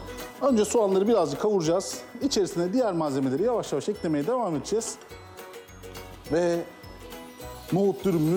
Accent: Adana, Turkey; Biliyorsunuz ben Adanalıyım ve Antep'e çok fazla giderdik.

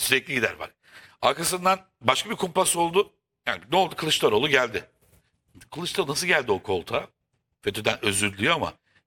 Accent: Istanbul, Turkey; Sırf CHP %85 oy olan Caddebostan'da büyüdüm diyeyim. Hadi göstereyim ben.

